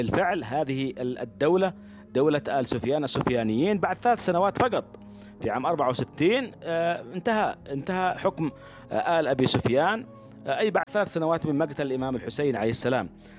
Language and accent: Arabic; Yemen; نحن اليوم اليمنيين